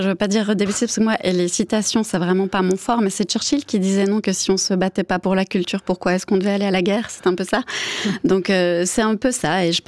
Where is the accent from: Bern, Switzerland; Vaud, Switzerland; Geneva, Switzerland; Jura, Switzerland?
Bern, Switzerland; Biel; Je viens quand même de Bienne.